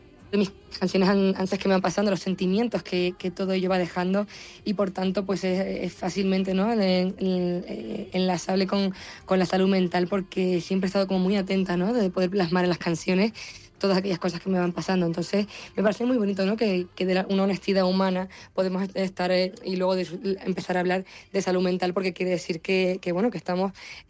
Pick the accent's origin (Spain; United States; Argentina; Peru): Spain; Canary Islands